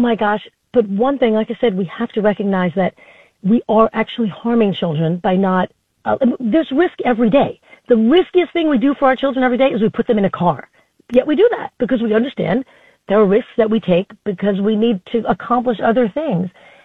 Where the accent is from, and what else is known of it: Flushing, New York, United States; born or raised there